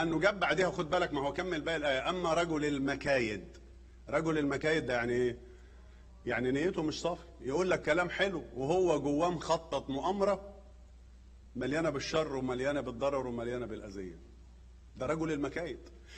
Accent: Upper Egypt, Egypt; عندنا في الصعيد يقول لك الرك عن نية،

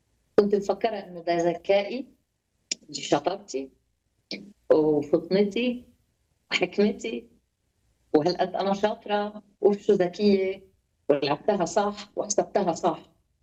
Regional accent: Lebanon; عندنا في لبنان نقول تفشيخ

